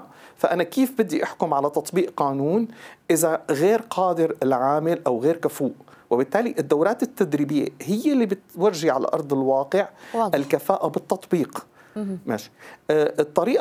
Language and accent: Arabic; Syria; نحن عندنا بسوريا